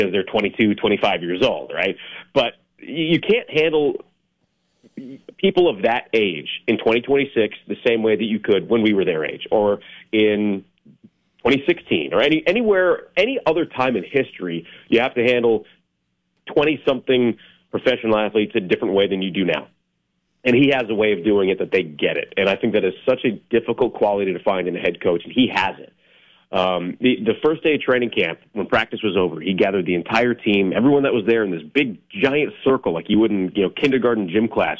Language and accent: English; New York, United States; I'm like, so I grew up in New York, and he just starts laughing.